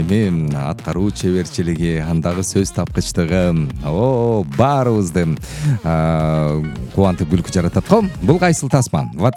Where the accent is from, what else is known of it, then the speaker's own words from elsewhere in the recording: Isakiev, Batken Region, Kyrgyzstan; born there; Менин айылым кооз керемет жерлердин бири, баа жеткис, кайталангыс, бейиш сыяктуу жер. Мен ушундай кооз керемет жерде төрөлүп калганыма сыймыктанам.